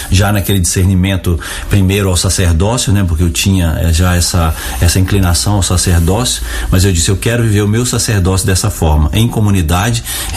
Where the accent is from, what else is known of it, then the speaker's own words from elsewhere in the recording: Rio Pomba, Minas Gerais, Brazil; Eu sou natural de Rio Pomba, Minas Gerais, quase visa com o Rio de Janeiro.